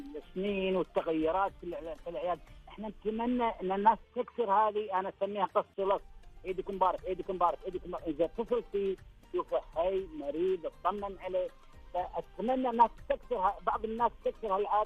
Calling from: Kuwait; انا اكلمك من الكويت

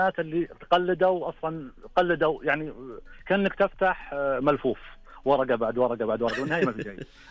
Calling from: Al-Qassim, Saudi Arabia; من القصيم

